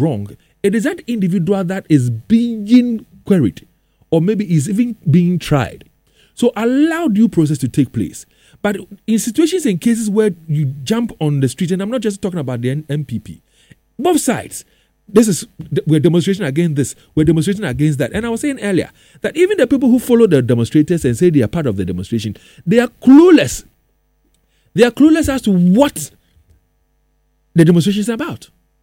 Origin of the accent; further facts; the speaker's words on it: Ghana; I'm a Ghanaian